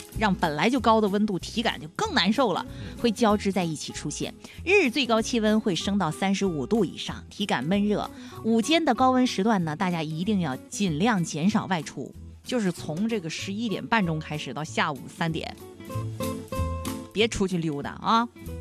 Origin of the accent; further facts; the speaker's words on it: Changsha, Hunan, China; 我们长沙人